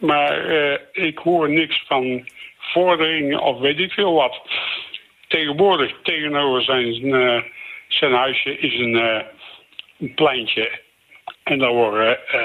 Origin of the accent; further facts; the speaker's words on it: Tilburg, North Brabant, Netherlands; Ik kom uit Tilburg.